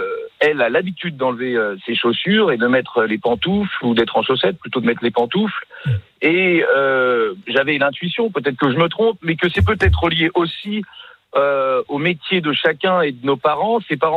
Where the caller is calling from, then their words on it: Saumur, Pays de la Loire, France; J'habite à Saumur.